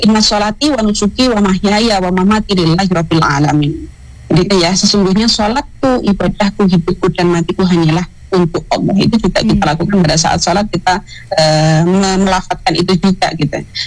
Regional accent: Sumatra, Indonesia; saya ini orang Sumatera

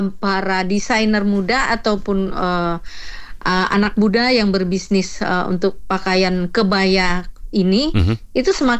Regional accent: Indonesia

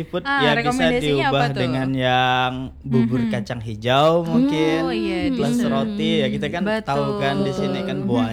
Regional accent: Mempawah, West Kalimantan, Indonesia; makanan khas dari Mempawah, tempat daerah saya juga.

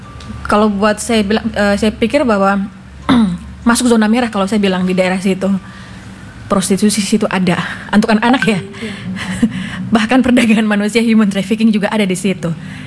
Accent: Sorong, Southwest Papua, Indonesia; saya Papua karena saya lahir besar di Papua juga di Sorong

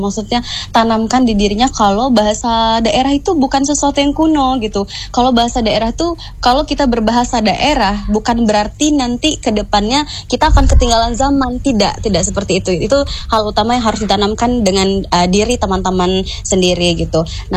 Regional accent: Lampung, Indonesia; accent: Lampung Saibatin, dialect A; saya sebenarnya adalah Lampung saya batin, Kak, berdialek A.

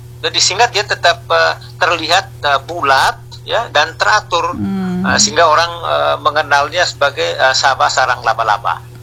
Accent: Rangat, East Nusa Tenggara, Indonesia; Di kampung saya misalnya di Rangat, di Sabai Lolos ya, tahun 2014 kami membuka satu lahan

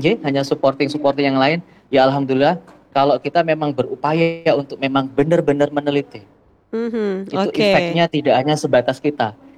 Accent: Sampang, East Java, Indonesia; saya orang asli Sampang Bu ya, dari Sreseh

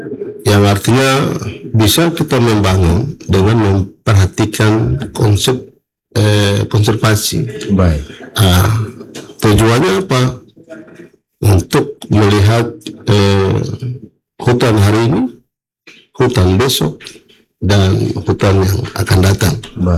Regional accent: Papua, Indonesia; kita orang Papua

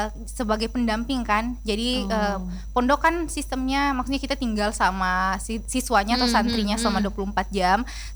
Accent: Soppeng, South Sulawesi, Indonesia; moved away as an adult; also born or lived in Makassar; now in Palu, Indonesia; Nah saya asal dari Selatan, Sulawesi Selatan, tepatnya itu di Sopeng.

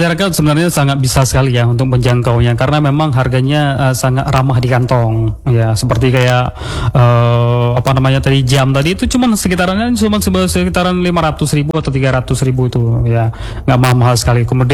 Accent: Aceh, Indonesia; kita orang Aceh

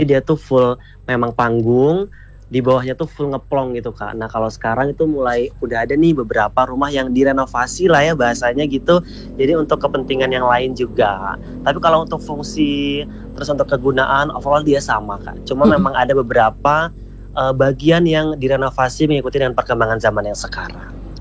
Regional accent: Lampung, Indonesia; warisan kita, warisan leluhur kita, orang Lampung

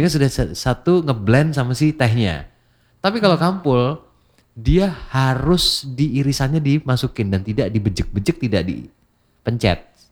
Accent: Surakarta, Central Java, Indonesia; kita sebagai orang Solo

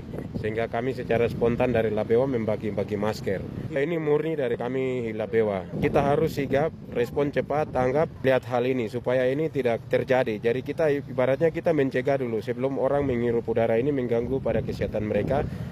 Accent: Wamena, Highland Papua, Indonesia; buat kami warga Wamena dan sekitarnya.

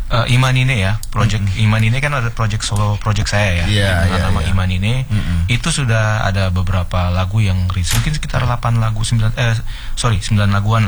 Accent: Jakarta, Indonesia; born there; Asli kalau lahir Jakarta.

